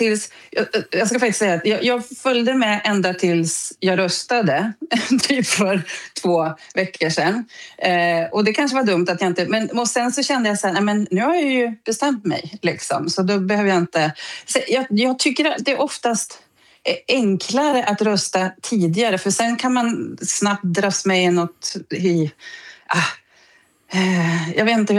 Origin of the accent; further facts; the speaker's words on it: Sweden; now in New Zealand; som svensk medborgare så tycker jag att det är min plikt, men framförallt en förmån att få rösta fortfarande i Sverige.